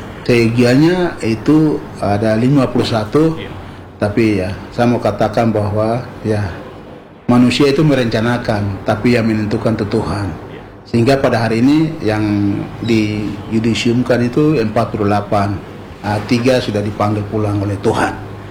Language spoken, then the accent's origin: Indonesian; Papua, Indonesia; khusus untuk kami orang Papua Indigo